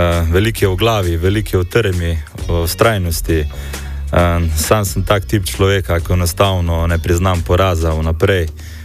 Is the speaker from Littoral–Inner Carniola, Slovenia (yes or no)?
no; Velenje, Savinja, Slovenia; prihajam iz Velenja